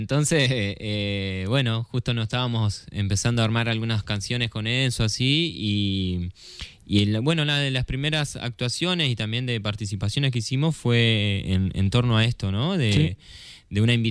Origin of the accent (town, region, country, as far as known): Concordia, Entre Ríos, Argentina; moved away